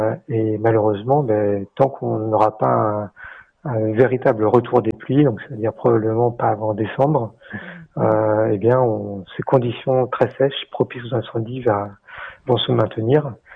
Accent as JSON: {"language": "French", "country": "New Caledonia", "said": "chez nous, en Calédonie"}